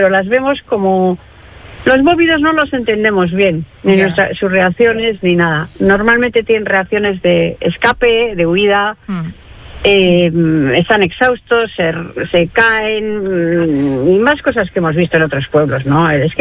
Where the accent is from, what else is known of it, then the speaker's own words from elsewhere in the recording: Getxo, Basque Country, Spain; es mi pueblo, yo me criaba ahí en el Puerto Viejo, en la playa y tal